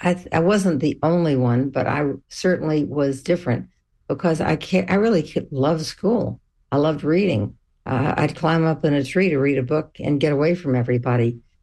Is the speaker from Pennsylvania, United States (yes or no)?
no; Houston, Texas, United States; It's a kind of obsession with the fact that I'm still a Texan, even though I haven't lived in Houston in many, many years.